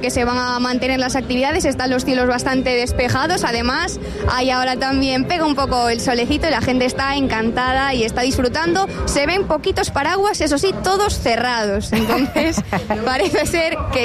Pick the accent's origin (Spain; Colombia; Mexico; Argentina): Spain; Pues yo soy parte del grupo que no la conocía, efectivamente. Yo soy españoles que aún tienen pendiente escucharla.